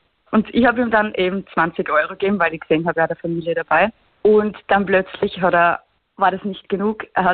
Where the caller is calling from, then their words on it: Weiz District, Styria, Austria; Ich bin aus dem Bezirk Weiz